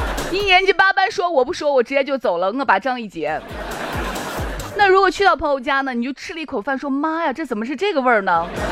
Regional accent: Shaanxi, China; 我们陕西人不到万不得已绝不吃挂面。

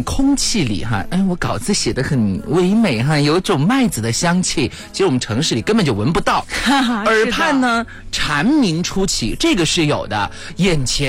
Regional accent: Sichuan, China; accent: Sichuanese; 这个满在我们四川话来说都叫闷呐

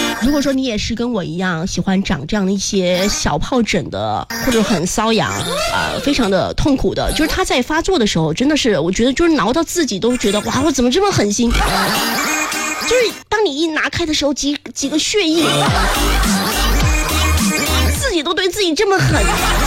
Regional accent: Sichuan, China; 我们四川话叫风丹

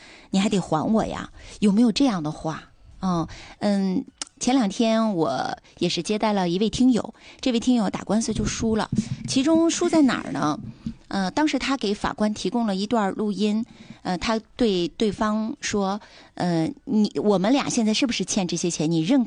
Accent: China; 我们中国人避免不了去考虑这些问题。

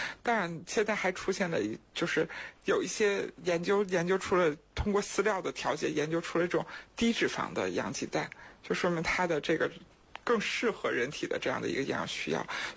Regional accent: China; 我们中国人

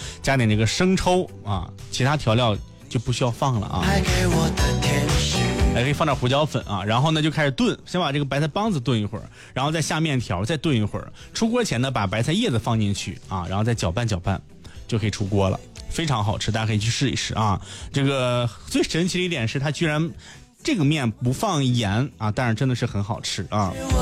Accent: Shanxi, China; 作为咱们山西人呢

